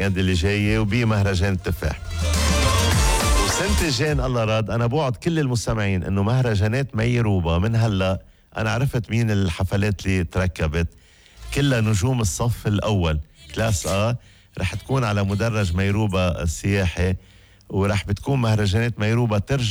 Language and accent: Arabic; Mayrouba, Keserwan-Jbeil, Lebanon; عنا بضيعتنا على كتاف هالمدرج